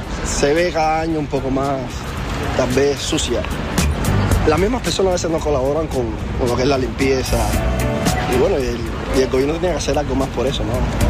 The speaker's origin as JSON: {"language": "Spanish", "country": "Cuba", "said": "somos cubanos."}